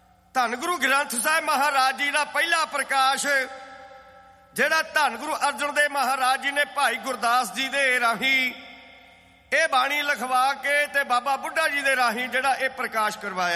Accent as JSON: {"language": "Punjabi", "town": "Kartarpur", "region": "Punjab", "country": "India", "said": "ਅਸੀਂ ਕਰਤਾਰਪੁਰ ਦੇ ਰਹਿਣ ਵਾਲੇ ਹਾਂ।"}